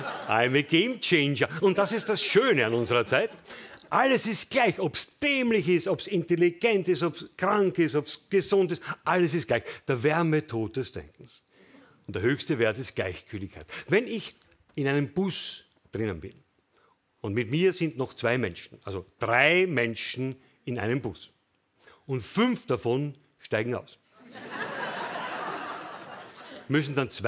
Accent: Vienna, Austria; Oder wissen Sie, was ich als Wiener vor 3 Tagen das erste Mal gesagt habe? Tschüss.

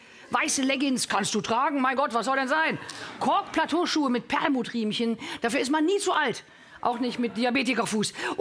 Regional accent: Cologne, North Rhine-Westphalia, Germany; Ich komme aus Köln

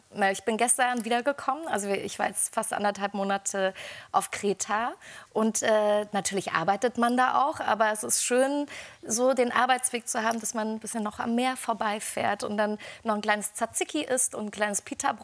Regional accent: Erfurt, Thuringia, Germany; Ich bin in einem Plattenbau groß geworden in Erfurt mit meiner alleinerziehenden Mama

